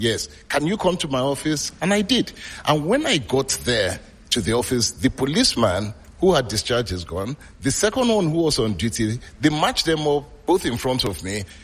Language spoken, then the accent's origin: English; Nigeria; I have opened offices in many countries as a Nigerian speaking to the Nigerian narrative of being very, very aggressive, not taking no for an answer, pushing what we as Nigerians are good at.